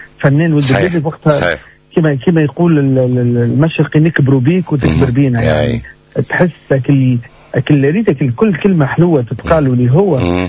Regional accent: Ras Jebel, Bizerte Governorate, Tunisia; أول إجازة يعني في رأس جبل مدينتي.

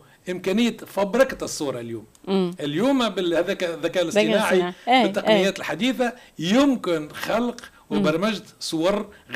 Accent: Tunisia; واحنا منها تونس

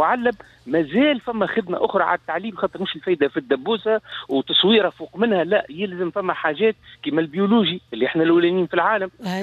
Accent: Tunisia

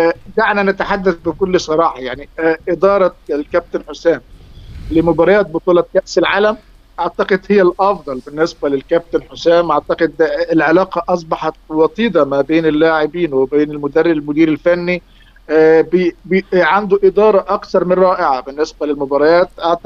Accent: Egypt; يعني كمصري

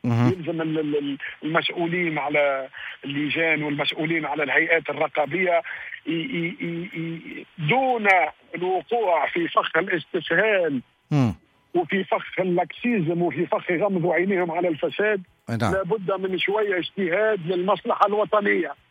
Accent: Gafsa, Gafsa Governorate, Tunisia; انا من قفصة من الحوض المنجمي من قفصة العزيزة

